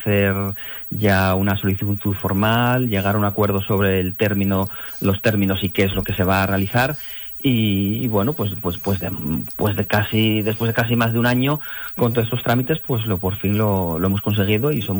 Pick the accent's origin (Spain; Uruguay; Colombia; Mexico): Spain; Asturias; Sí, es cierto que como asturiano, pues evidentemente es algo de lo que nos deberíamos sentir orgullosos